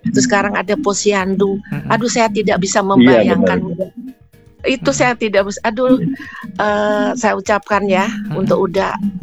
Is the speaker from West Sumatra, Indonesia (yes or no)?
yes; Padang, West Sumatra, Indonesia; Ya, dan jangan lupa dengan masakan kita orang Padang.